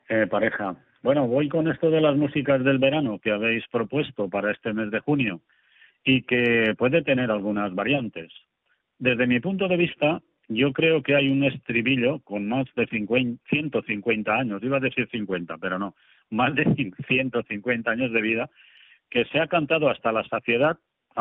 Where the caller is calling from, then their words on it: Petrer, Valencian Community, Spain; Soy … de Petre.